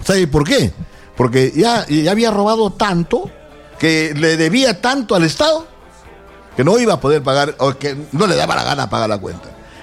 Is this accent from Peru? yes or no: yes; Peru; en el Perú vivimos